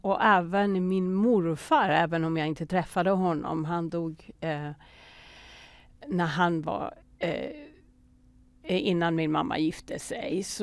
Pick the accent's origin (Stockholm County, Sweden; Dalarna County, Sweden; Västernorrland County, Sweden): Stockholm County, Sweden; Södertälje; Jag kommer ju från Södertälje då, som är söder om Stockholm.